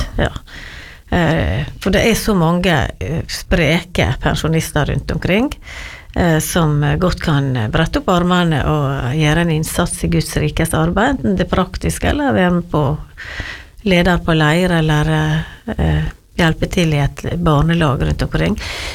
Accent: Giske, Møre og Romsdal, Norway; born or raised there

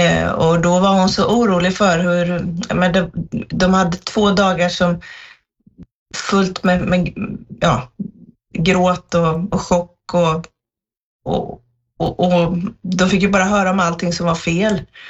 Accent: Jönköping County, Sweden; Jag kommer ifrån södra Sverige utanför Jönköping

